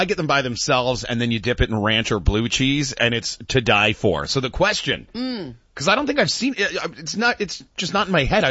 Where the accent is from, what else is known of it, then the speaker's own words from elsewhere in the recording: Grey Bruce County, Ontario, Canada; moved away; my hometown area, Grey Bruce County.